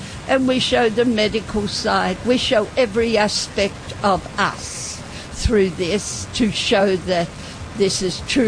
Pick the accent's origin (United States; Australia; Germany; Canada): Australia; I'm an Australian, yes.